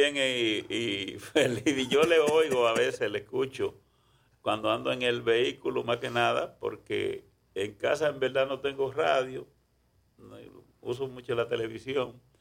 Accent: Dominican Republic

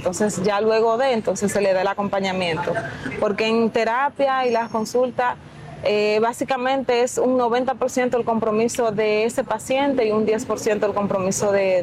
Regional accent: Dominican Republic; nosotros como dominicanos

